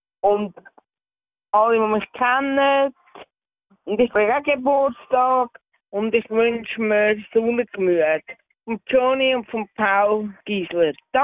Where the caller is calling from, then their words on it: Näfels, Glarus, Switzerland; von Neffels.